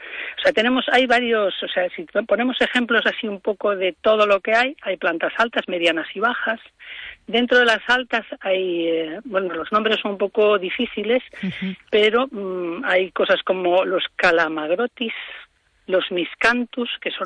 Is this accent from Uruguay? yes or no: no; Galicia, Spain; los que somos gallegos